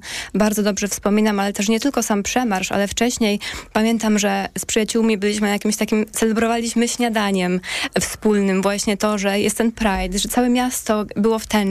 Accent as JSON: {"language": "Polish", "region": "Lesser Poland", "country": "Poland", "moved": "yes", "said": "ja pochodzę z bardzo małego miasteczka na południu Polski, no niestety dość homofobicznego"}